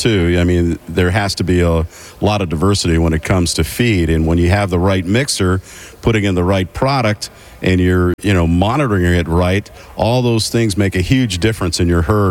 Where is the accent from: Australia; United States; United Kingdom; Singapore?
United States; Wisconsin; I'm sure you've heard all the cliches about growing up in Wisconsin on a dairy farm, but it really doesn't get any better than that.